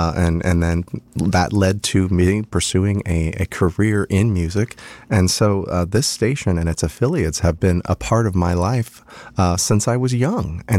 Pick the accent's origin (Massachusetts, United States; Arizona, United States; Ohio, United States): Ohio, United States; I grew up in Ohio. I'm an Ohio boy, and I grew up in a small rural community right in the middle of the state on the Ohio-Indiana border.